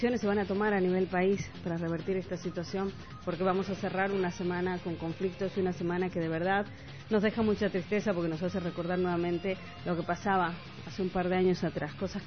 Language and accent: Spanish; Bolivia; A nosotros, un pueblo boliviano que es tranquilo, que por historia siempre ha sido un pueblo que se supera